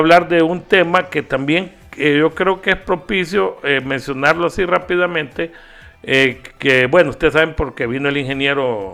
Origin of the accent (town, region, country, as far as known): Honduras